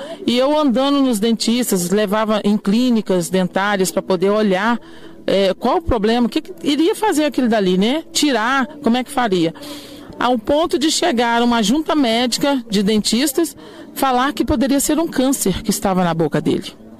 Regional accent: Juiz de Fora, Minas Gerais, Brazil; Juiz de Fora.

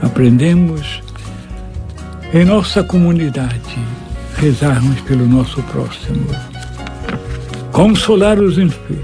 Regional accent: Rio de Janeiro, Brazil; fui criado ali em Cordovil.

